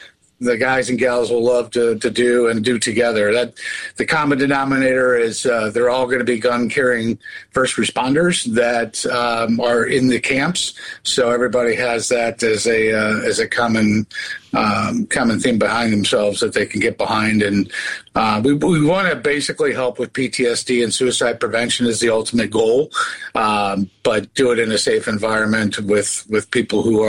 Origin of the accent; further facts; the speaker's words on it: Missouri, United States; born there; we're starting here in Bourbon, Missouri, which is in my home state.